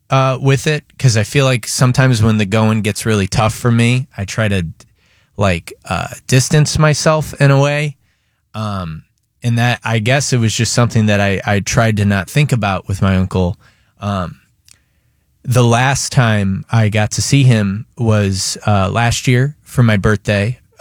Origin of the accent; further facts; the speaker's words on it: Michigan, United States; when I grew up in Michigan, I went to college when I was 17 years old in Chicago, and I obviously was very homesick.